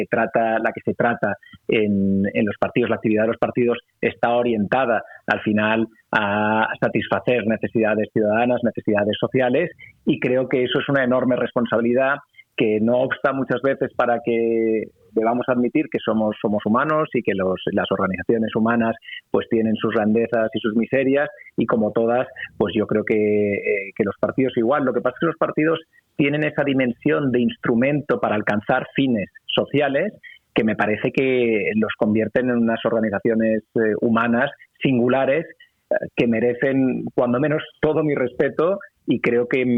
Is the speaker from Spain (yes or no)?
yes; Catalonia, Spain; Yo soy catalán